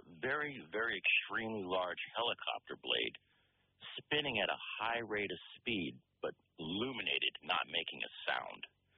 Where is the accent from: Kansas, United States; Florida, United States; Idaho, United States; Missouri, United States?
Florida, United States; Sarasota; I was 12 years old in like 1976 growing up in Sarasota, Florida.